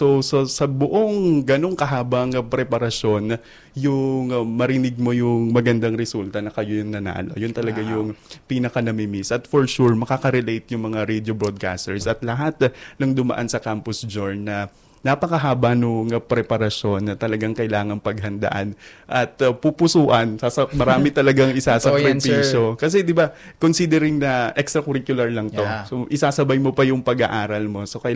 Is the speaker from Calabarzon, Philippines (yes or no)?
no; San Jose del Monte, Central Luzon, Philippines; ako ay from San Jose del Monte, Bulacan.